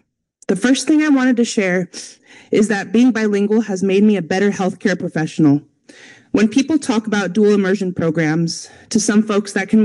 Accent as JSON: {"language": "English", "town": "Springfield", "country": "United States", "tie": "born or raised there", "said": "I was born here in Springfield and I've lived here ever since."}